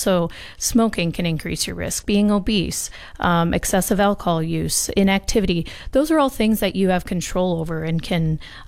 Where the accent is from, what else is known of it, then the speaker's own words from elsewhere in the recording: South Dakota, United States; So I grew up in Casswood, South Dakota, a town of about 600.